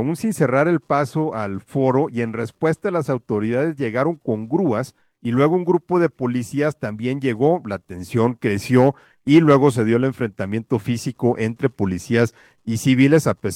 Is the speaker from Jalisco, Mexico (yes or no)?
no; Coahuila, Mexico; también hay que ir a Coahuila, Maca, porque hijo, de veras que a veces en mi tierra pasa cosas que dan pena